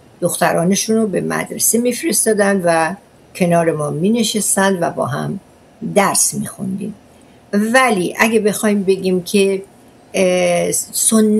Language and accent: Persian; Ahvaz, Khuzestan, Iran; ولی در اهواز دنیا اومدم، دیپلمم هم در اهواز گرفتم. در اهواز اون زمان شهر عقب افتاده بود ولی بعدن خب تغییرات بزرگی کرد.